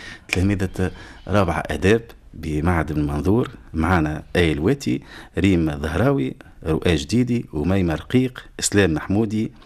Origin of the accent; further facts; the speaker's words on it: Tunisia; والا في كل الفضاءات المرتبطه بالمجال الكبير اللي هي بلادنا تونس.